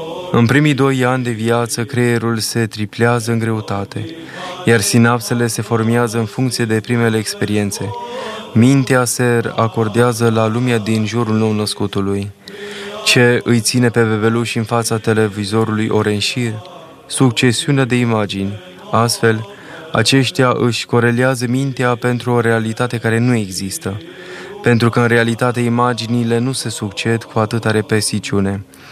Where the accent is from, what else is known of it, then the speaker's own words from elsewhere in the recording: Romania; eu sunt român și așa mă consider ca un bun român și îmi iubesc neamul.